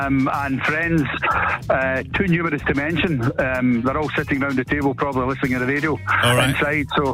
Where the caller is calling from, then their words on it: Castle Sween, Scotland, United Kingdom; I'm calling from the west coast of Scotland in a place called Castle Sween.